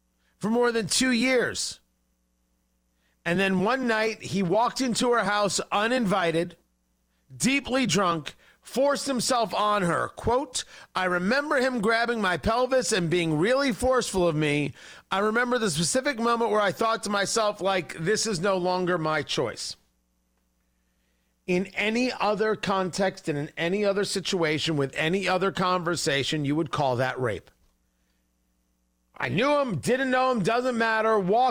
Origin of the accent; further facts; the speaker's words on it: Indianapolis, Indiana, United States; In my hometown, there is, all right, I'm just in the Indianapolis area, we'll say.